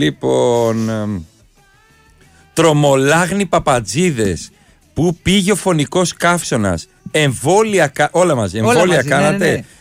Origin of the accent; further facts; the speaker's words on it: Arta, Epirus, Greece; Εγώ δεν είμαι από το Λακαρνανί. Είμαι από την Άρτα.